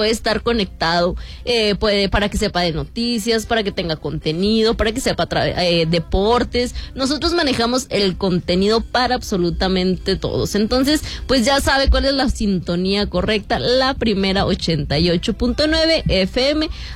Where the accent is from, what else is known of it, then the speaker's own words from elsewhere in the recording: Mexico; porque pues como buenos mexicanos andamos todos de última hora.